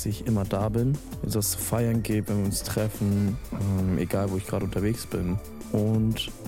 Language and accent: German; Brandenburg, Germany; Aus einer kleinen Stadt in Brandenburg.